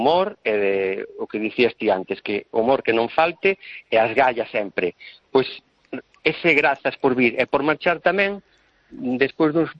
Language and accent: Galician; Galicia, Spain; E como galego consideramos que é de moito valor, pois evidentemente está nesa arca.